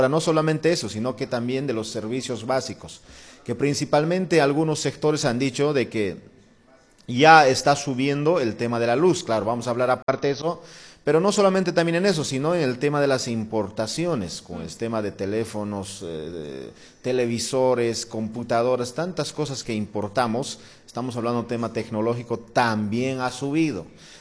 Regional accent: Bolivia; quienes principalmente somos como bolivianas y bolivianos

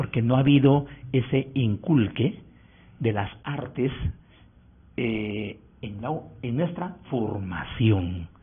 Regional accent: Huánuco, Peru; moved away; also born or lived in Lima / Trujillo / Chiclayo / Piura; yo he salido de mi tierra casi 14 años, estuve ausente entre Lima, Trujillo, Chiclayo y Piura, y de ahí he traído yo ciertas experiencias. Y estas experiencias he querido y quiero ponerlos de pronto en vigencia en mi ciudad, en Huánuco

